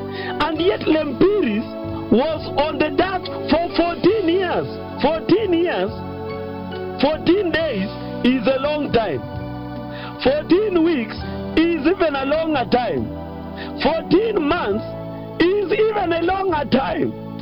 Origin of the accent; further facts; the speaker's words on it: Kenya; I, for me, as a Kenyan, I am really ashamed and I really repent